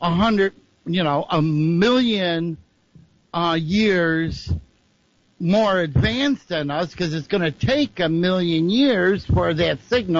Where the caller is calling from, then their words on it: Niagara Falls, New York, United States; Okay, I'm calling from Niagara Falls, New York.